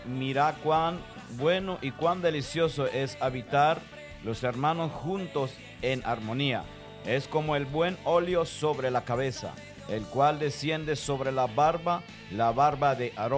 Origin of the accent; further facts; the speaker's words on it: Venezuela; moved away; Como decimos en mi país, en Venezuela